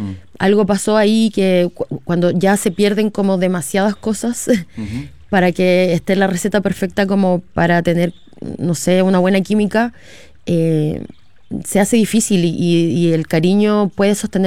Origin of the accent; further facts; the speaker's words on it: Calbuco, Los Lagos, Chile; moved away; vengo llegando de Calbuco, estamos preparando una película de del primer libro, y para eso hay que volver atrás. y era necesario que en este caso la directora y el guionista conocieran a mi familia y mi contexto de chica